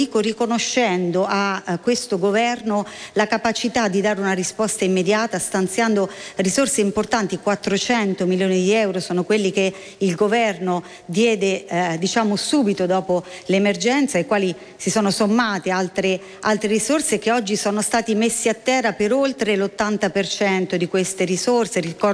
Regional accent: Marche, Italy; lo dico da marchigiana

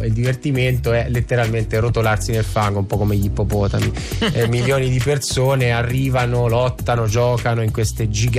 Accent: Tuscany, Italy; a Montepulciano, vicino a casa mia, sono toscano

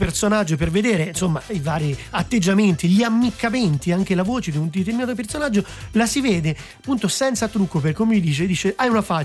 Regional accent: Montepulciano, Tuscany, Italy; also born or lived in Umbria; Ho cominciato a fare teatro nella mia Toscana, a Montepulciano. Io sono toscano, montepulciano, umbro. Io sono nomade perché sono sempre di molte regioni, non mi fermo mai

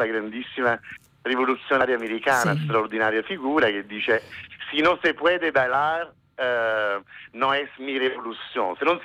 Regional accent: Caserta, Campania, Italy; io sono originario di Caserta

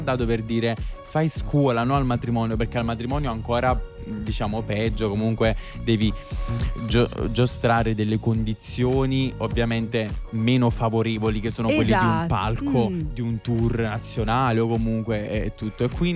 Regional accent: Marcianise, Campania, Italy; Io sono di Marcianise

